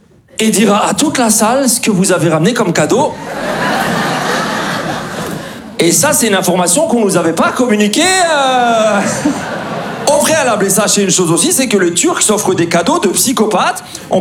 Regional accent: Grand Est, France; born or raised there

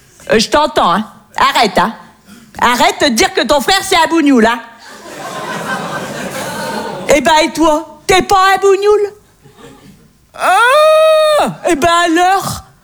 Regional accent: northern France, France; Donc voilà … Moi, je viens du nord de la France. Et c'est vrai qu'on est très gentils dans le nord.

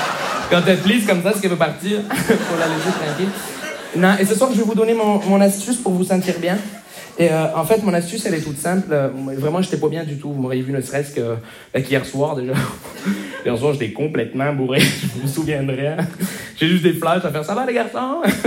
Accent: Montreal, Quebec, Canada; Bonjour, je me présente … je viens de Montréal.

